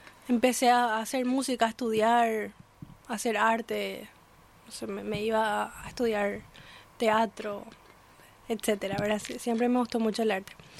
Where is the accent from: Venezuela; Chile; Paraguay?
Paraguay; Asunción; born there; Yo soy asuncena, o sea, yo nací en Asunción, pero mi mamá y toda mi familia, aparte de mi mamá, son de Altos, ¿verdad? Específicamente de Itabasa.